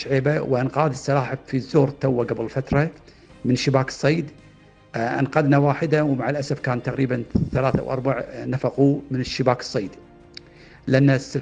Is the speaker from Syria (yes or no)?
no; Kuwait; عندنا بالكويت